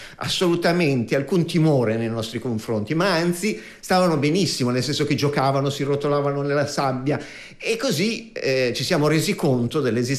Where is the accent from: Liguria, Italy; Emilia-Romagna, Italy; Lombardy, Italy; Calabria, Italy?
Lombardy, Italy; Milan; now in Sicily, Italy; subito da milanesi